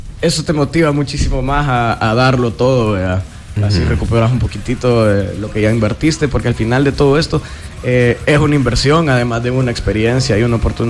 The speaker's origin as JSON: {"language": "Spanish", "country": "El Salvador", "said": "representar lo mejor posible El Salvador"}